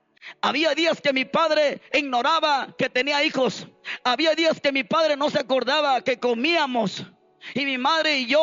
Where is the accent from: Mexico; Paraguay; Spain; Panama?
Mexico; Monterrey, Nuevo León; Tu servidor es regio, soy regio montano, soy de Monterrey. Nací en el año de 1972 en la colonia Morelos. Mis padres se reubicaron en la colonia Central. Después mi padre me llevó a la colonia Ferrocarrilera.